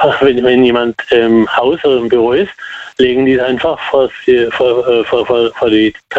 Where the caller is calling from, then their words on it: Muggensturm, Baden-Württemberg, Germany; Ja, ich komme aus Muggensturm.